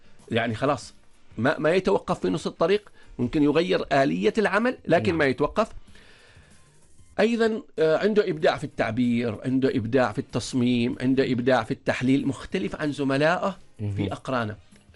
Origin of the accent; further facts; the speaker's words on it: Oman; عندنا في عمان الآن جهود تبذل.